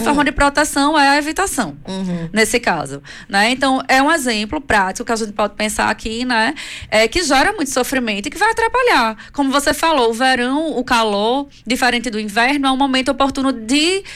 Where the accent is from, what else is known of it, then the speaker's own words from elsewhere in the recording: Recife, Pernambuco, Brazil; now in Portugal; a minha cidade natal, que é Recife, né? Que é no litoral.